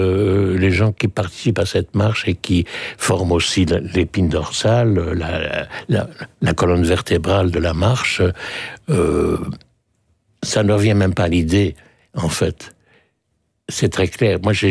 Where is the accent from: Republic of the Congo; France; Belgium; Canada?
Belgium; born there; also born or lived in Switzerland; je suis né en 1945, en Suisse, effectivement. Et très vite, on est rentré en Belgique, en fait. Je n'ai pas de souvenirs de la Suisse, sauf des photos.